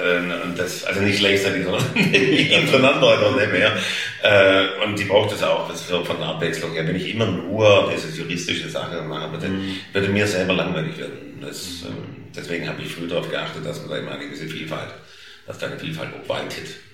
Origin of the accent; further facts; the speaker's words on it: Stuttgart, Baden-Württemberg, Germany; accent: Swabian; ich komme aus Stuttgart, spreche aber Oxford-Schwäbisch